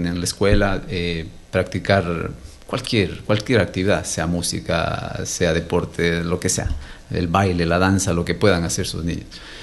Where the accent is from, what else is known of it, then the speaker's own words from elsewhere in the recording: Gualaquiza, Morona Santiago, Ecuador; yo soy de Gualaquiza.